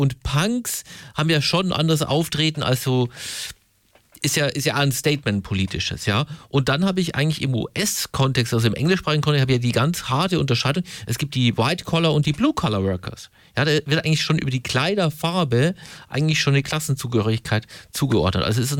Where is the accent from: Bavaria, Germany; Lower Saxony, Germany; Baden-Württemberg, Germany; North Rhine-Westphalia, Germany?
Bavaria, Germany; now in Hamburg, Germany; ich komme ja so aus Bayern ursprünglich